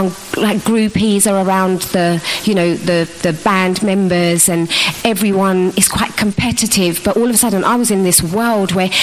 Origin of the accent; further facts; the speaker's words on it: India; But I was aware that as an Indian girl, I was aware that the only way my parents were ever going to let me stay out of home was if I had an education, because in the Indian culture